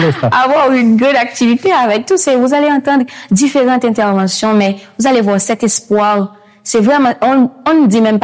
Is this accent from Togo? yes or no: no; Haiti